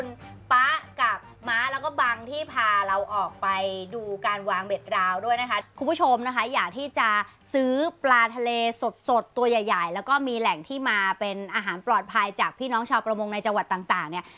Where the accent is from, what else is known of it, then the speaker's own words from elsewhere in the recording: Southern Thailand, Thailand; ไม่ได้เราเป็นคนใต้